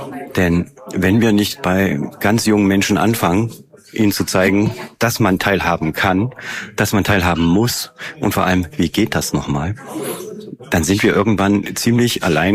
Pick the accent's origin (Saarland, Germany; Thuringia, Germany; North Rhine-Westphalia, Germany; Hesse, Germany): Thuringia, Germany; Saalfeld; ich komme aus Saalfeld